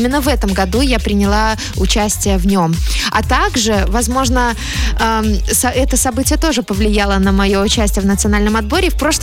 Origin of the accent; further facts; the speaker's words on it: Vitebsk Region, Belarus; родом я из Витебской области. Мне кажется, родные стены помогают.